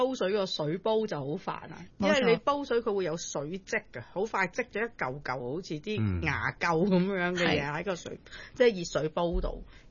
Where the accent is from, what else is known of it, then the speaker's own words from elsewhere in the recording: Hong Kong; 因為佢有即係我哋香港人如果有去過捷克嘅，通常都應該去過某個溫泉嘅卡拉拉瓦里。